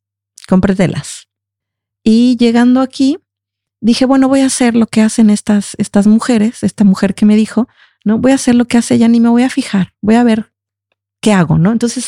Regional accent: Veracruz, Mexico; recordé que en México, en la región de donde yo vengo, hubo esclavos africanos en Veracruz, ¿no? Incluso hay un pueblo que se llama Yanga, que fue el primer pueblo libre de esclavitud en América.

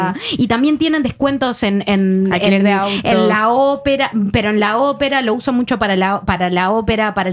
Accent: Uruguay; now in Norway; yo como uruguaya, de que está muy acostumbrada al sistema de cooperativas y a esto de que tenés que tener antigüedad, una de las primeras cosas que hice acá en Noruega

